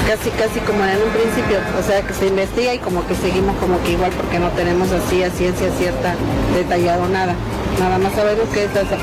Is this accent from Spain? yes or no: no; Veracruz, Mexico; Madres que venimos del puerto de Veracruz buscando a nuestros hijos desaparecidos de diciembre del 2013.